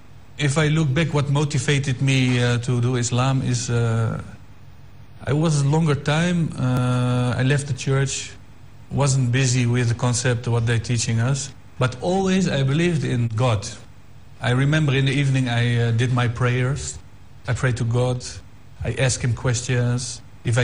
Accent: Netherlands; I'm from the Netherlands in Europe.

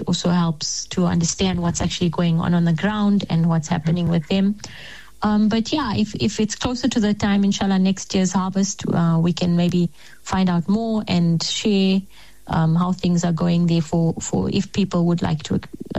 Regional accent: South Africa; it wasn't because you know, I'm South African or I'm a foreigner or that I'm something special

